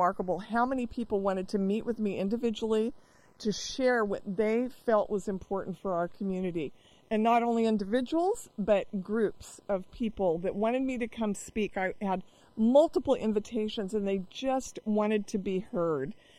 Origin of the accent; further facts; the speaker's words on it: Modesto, California, United States; I was born in Modesto. I was raised in Modesto. My husband and I graduated from high school, went away to college and professional school, and came back to Modesto to serve. We raised our 6 children in Modesto.